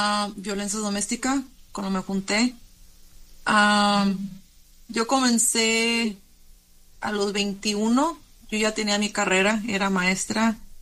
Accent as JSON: {"language": "Spanish", "country": "Mexico"}